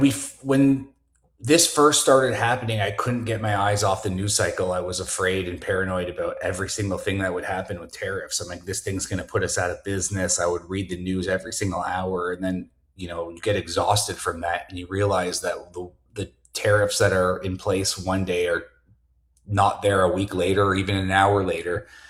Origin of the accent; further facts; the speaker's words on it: Canada; that's not me hoping as a Canadian.